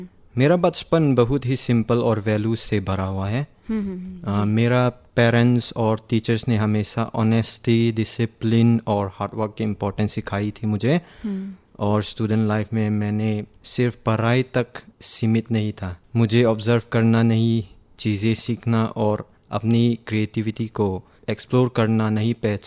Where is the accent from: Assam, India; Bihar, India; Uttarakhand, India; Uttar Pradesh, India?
Assam, India; Haflong; और मैं यही हाफलोंग महादेवतीला शहर का हूँ।